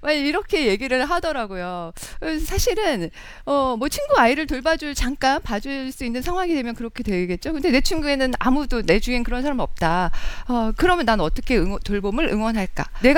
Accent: South Korea; born there; 아 정말 여기서 태어나서 너무 다행이다

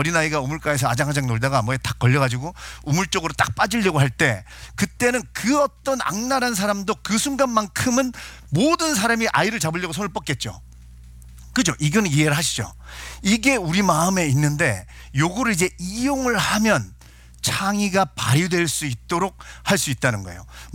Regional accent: Sangju, North Gyeongsang, South Korea; moved away; 제 고향이 경북 상주예요.

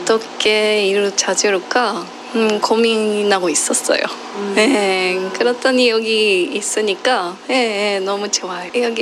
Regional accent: Japan; Korean is a second language; moved away as an adult; now in Wonju, South Korea; 네, 저는 일본에서 온 … 여기서 13년째예요.

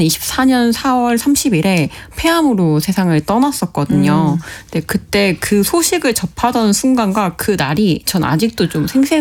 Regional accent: South Korea; 저는 이제 한국인이니까

